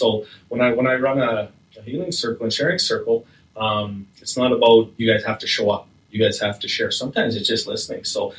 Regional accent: Slave Lake, Alberta, Canada; as you guys know, I grew up in Slave Lake, and so there was hockey, there was junior hockey, there was baseball

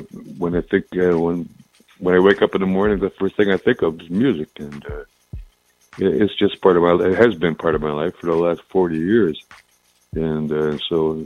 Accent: Six Nations of the Grand River, Ontario, Canada; now in Squamish Nation, Canada; I'm Mohawk from the Six Nations of the Grand River Territory in Ontario. But I've been living here in the Squamish Nation at the Capilano Res for the last 20 years.

